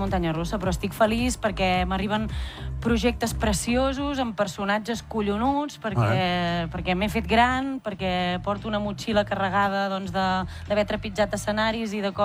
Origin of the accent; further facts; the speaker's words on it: Manlleu, Catalonia, Spain; Jo soc de Manlleu.